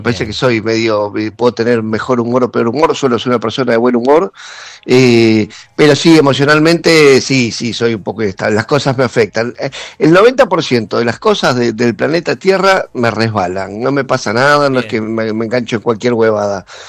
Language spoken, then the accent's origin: Spanish; Argentina; siento que en eso somos argentinos.